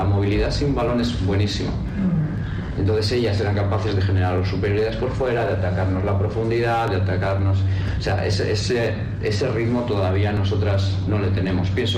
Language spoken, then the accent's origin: Spanish; Mexico; sacando nuestro potencial como mexicanas